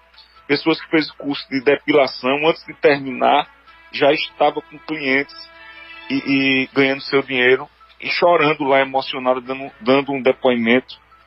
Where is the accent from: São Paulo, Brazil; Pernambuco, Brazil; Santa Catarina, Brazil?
Pernambuco, Brazil; Caruaru; moved away as an adult; now in Recife, Brazil; hoje eu tô indo pra Caruaru, sua avó comigo. Entendeu? Eu todo final de semana eu tô indo, sabe? Eu sempre estou aí na minha terra.